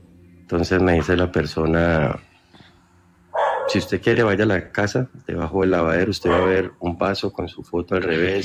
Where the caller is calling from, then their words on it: Cali, Valle del Cauca, Colombia; yo vivo en Cali, y hace unos 20 años, yo tengo 41